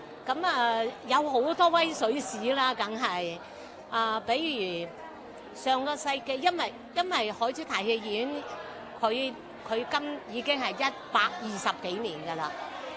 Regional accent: Guangzhou, Guangdong, China; 我哋广州人、我哋广东人

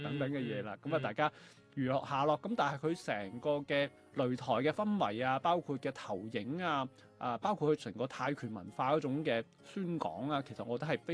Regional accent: China; 咁我覺得其實包括我哋中國人點樣推廣我哋中國功夫

